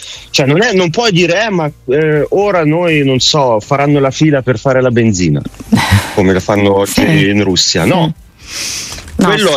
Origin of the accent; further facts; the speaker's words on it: Ukraine; Siamo in guerra ibrida, ma non noi ucraini, noi europei.